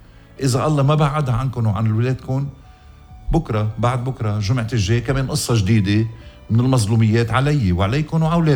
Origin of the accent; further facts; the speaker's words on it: Lebanon; يا آخ يا بلدي لبنان، للبحث صلة